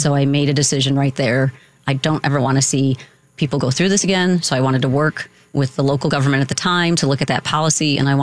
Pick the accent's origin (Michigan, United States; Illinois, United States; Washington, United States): Illinois, United States; Chicago; I think Humboldt Park community was a very diverse, strong community.